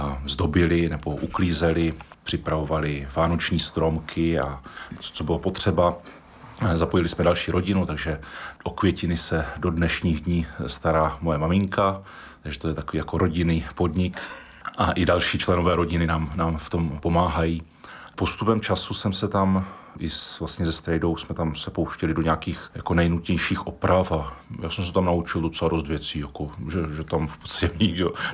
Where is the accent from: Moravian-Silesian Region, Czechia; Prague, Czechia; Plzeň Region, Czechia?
Moravian-Silesian Region, Czechia; Ostrava; Já jsem se narodil v Bartovicích, dneska tam žijí moji rodiče. Nicméně v Bartovicích je pouze malá kaplička svaté Anny, takže do kostela jsem chodil do Radvanic a farnost Ostrava Radvanice beru svou, jako svou domovskou